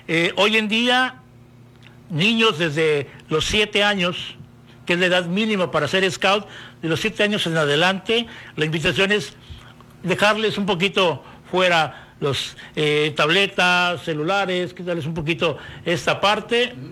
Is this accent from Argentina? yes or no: no; Veracruz, Mexico; yo siendo veracruzano, siendo parte del Grupo 1